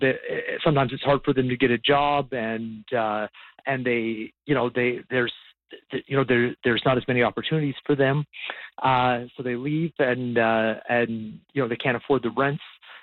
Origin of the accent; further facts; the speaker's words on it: Alberta, Canada; now in Kelowna, Canada; So I'm originally from Alberta, and which is also a conservative place